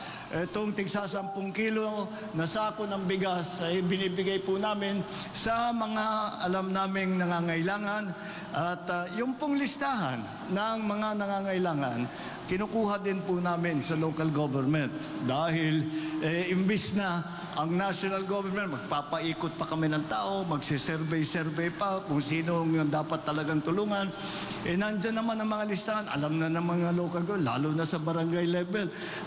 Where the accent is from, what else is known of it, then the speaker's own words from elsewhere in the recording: Ilocos Region, Philippines; nung naging gobernador po ako ng 9 na taon doon sa amin sa Ilocos Norte